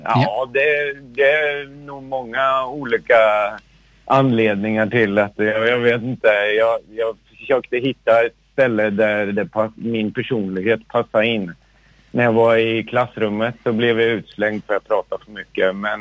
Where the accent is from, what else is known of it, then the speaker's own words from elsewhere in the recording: Norrköping, Östergötland, Sweden; moved away; also born or lived in Gothenburg; Både Bruno, Peter och jag är från Norrköping ursprungligen